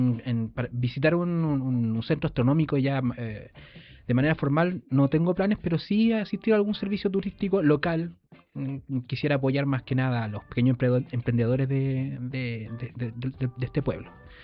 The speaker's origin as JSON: {"language": "Spanish", "town": "Purén", "region": "Araucanía", "country": "Chile", "tie": "born or raised there", "said": "mi pueblo natal, Purén"}